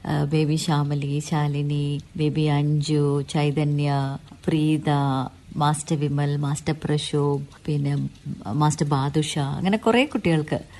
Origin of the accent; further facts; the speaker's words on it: Kannur, Kerala, India; ഞാനും കണ്ണൂർ എന്ന് പറയുമ്പോൾ ഞാൻ ഇവിടെ ജനിച്ചതായതുകൊണ്ട് എനിക്കും അത് പറയാൻ വലിയ അഭിമാനമാണ്.